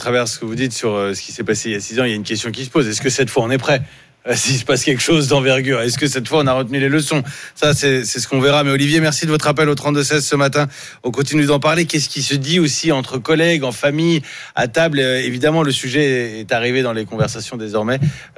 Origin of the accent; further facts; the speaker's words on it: France; quand on entend tout va bien, on se dit, on est français, on se dit qu'il y a un loup.